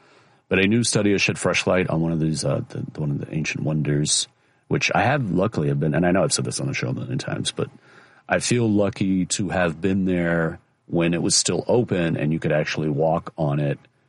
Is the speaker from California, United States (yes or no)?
no; Chicago, Illinois, United States; what I still call the Sears Tower, because I'm from Chicago.